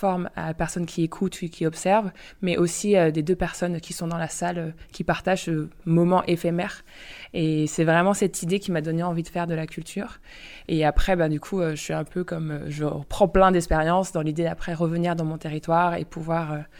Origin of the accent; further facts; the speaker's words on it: St. Barthélemy; moved away; Moi, je viens d'une petite île des Antilles qui s'appelle Saint-Barthélemy.